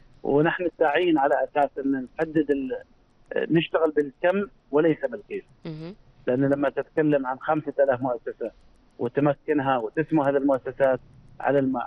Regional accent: Oman; نحن كعمانيين

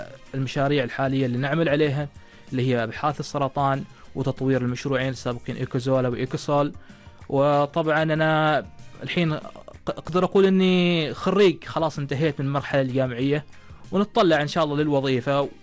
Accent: Oman; تروح كعماني، تروح لمسؤول عماني أو لشخص عماني أو لأي شخص في هذا الوطن في عمان

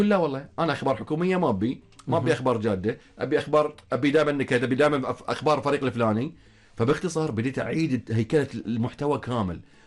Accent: Bahrain; عندنا في البحرين،

